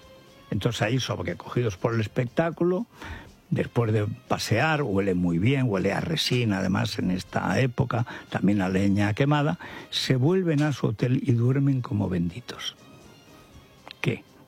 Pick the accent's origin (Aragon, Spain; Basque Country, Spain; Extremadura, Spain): Aragon, Spain; Orihuela del Tremedal; Orihuela, mi pueblo